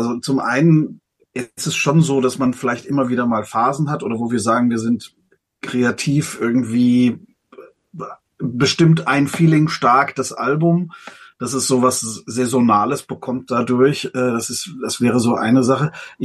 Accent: Frankfurt, Hesse, Germany

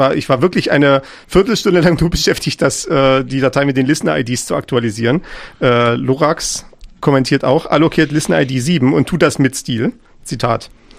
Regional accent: East Germany, Germany; Wir sind auf jeden Fall in Ostdeutschland beheimatet.

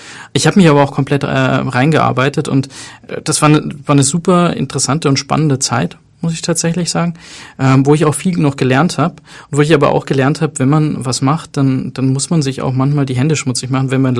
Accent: Tunisia

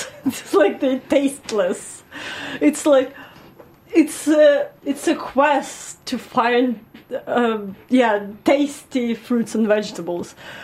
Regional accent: Ukraine; moved away as an adult; now in Germany; across Ukraine from west to southeast. So like I connected even more with my home country

